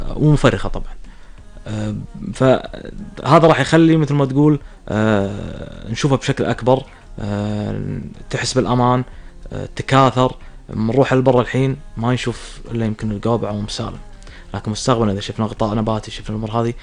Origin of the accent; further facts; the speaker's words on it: Kuwait; في الرقيعي عندنا بالكويت اكثر من نوع